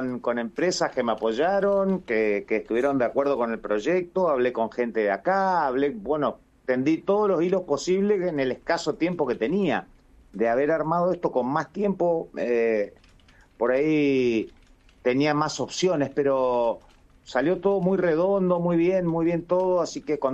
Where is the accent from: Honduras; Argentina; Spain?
Argentina; nos preguntan de dónde sos. De Argentina, le digo.